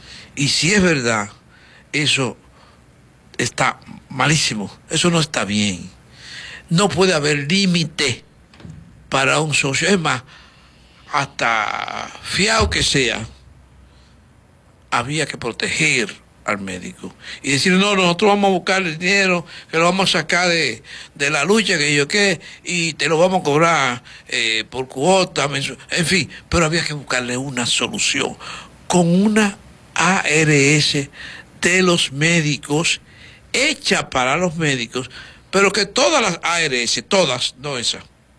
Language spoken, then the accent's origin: Spanish; San Pedro de Macorís, Dominican Republic; somos de aquí de San Pedro, de Los Llanos